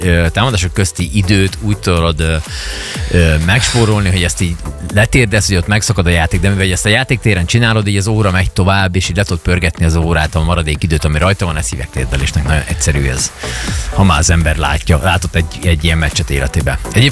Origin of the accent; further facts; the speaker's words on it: Hungary; mi magyarok vagyunk